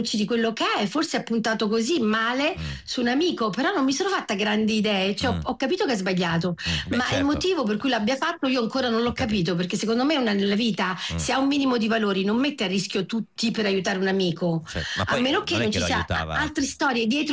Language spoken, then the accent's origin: Italian; Naples, Campania, Italy; now in Rome, Italy; io sono napoletana